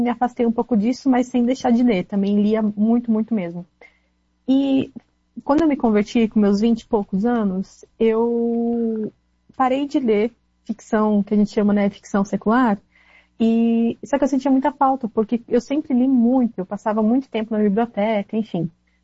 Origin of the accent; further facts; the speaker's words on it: South Region, Brazil; now in North Region, Brazil; Foi um período de transição que eu tava de mudança, eu sou do Sul. Aí nesse tempo eu mudei pro Norte